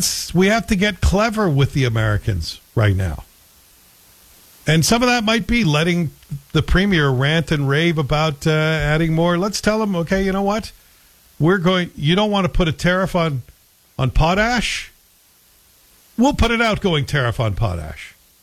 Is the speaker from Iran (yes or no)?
no; Canada; also born or lived in Chicago, United States; And as a Canadian, you think, well, wait a second. This is not how we do business.